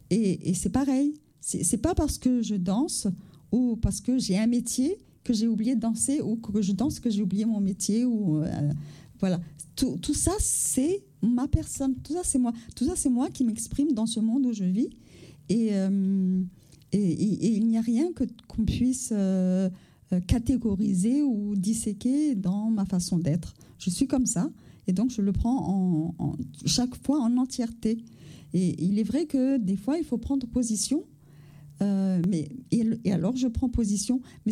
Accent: Madagascar; also born or lived in France; Je parle de Madagascar, donc. Je pense que il n'y a pas... Moi, je suis française et malgache. Et je ne suis pas déchirée entre être française et être malgache.

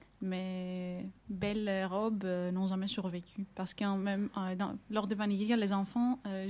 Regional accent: Crete, Greece; moved away

